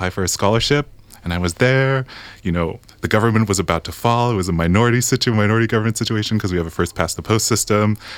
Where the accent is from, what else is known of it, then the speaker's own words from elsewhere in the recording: Vancouver, British Columbia, Canada; it was part of my own story growing up in Vancouver, where we didn't have PAC studies.